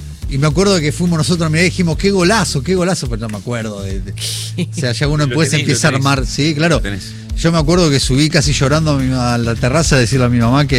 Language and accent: Spanish; Lanús, Buenos Aires Province, Argentina; Hice el jardín de infantes, la primaria, la secundaria en...